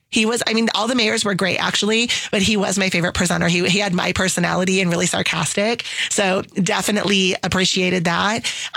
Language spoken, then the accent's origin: English; Peoria, Arizona, United States; I'm a Peoria girl through and through. So we were born and raised in South Peoria. We live in North Peoria.